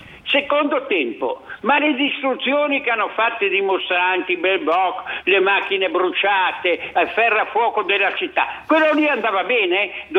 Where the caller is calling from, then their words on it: Genoa, Liguria, Italy; qui a Borgoratti il segnale non è arrivato da sabato alle 2 fino alla domenica mattina